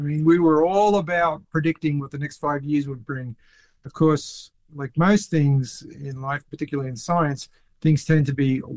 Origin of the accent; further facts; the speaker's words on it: Australia; I remember my grandparents came over from Britain because I grew up in Australia.